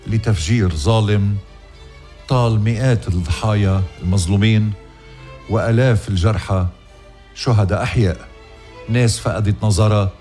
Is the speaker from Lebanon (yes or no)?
yes; Lebanon